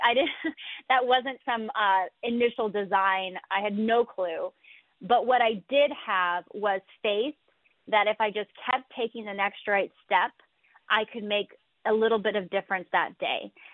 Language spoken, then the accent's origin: English; San Jose, California, United States; where I grew up in San Jose, California